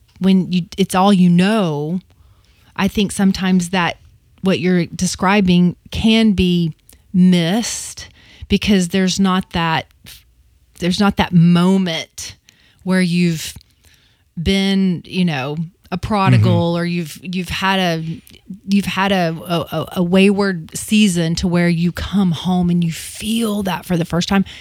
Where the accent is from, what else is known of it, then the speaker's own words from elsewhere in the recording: the South, United States; you and I grew up similarly, we grew up in the South